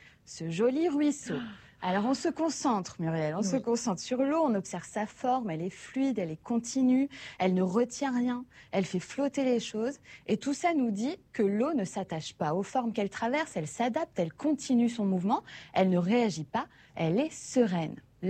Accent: Réunion; c'est un peu une culture chez nous en Outre-mer.

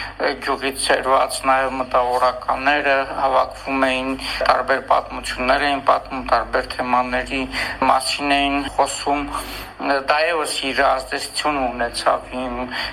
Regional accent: Askeran, Nagorno-Karabakh, Azerbaijan; born or raised there; also born or lived in Darav

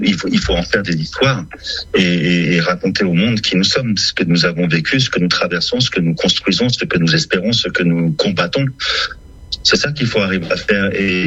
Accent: Lebanon; moved away; Pendant la guerre, nous, quand on est parti, mon père, je l'ai revu 8 ans plus tard, quoi. On a quitté le Liban.

